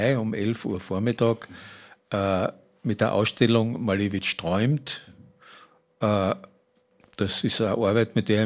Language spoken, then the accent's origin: German; Klein St. Paul, Carinthia, Austria; also born or lived in Frankfurt; Klein St. Paul ist mein Heimatort. Also ich bin auch in diesem Ort geboren. Nicht im Krankenhaus, sondern ich bin noch zu Hause geboren.